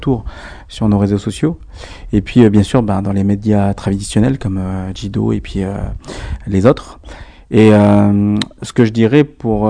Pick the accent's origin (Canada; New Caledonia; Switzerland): New Caledonia; Nouméa, South Province; born or raised there